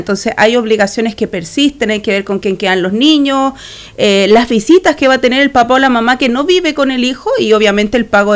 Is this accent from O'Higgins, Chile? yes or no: yes; Marchihue, O'Higgins, Chile; also born or lived in Santiago; now in Santa Cruz, Chile; yo crecí en Halcones, ahí en la comuna de Marchihue, y ahí me fui moviendo, como muchos provincianos, me fui a estudiar a Santiago, volví y acá estoy ya